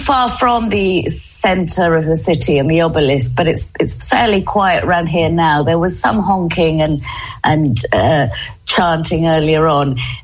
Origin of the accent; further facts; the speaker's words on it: Argentina; someone wouldn't charge me for sandwiches on a beach holiday about 25 years ago because I was from Argentina.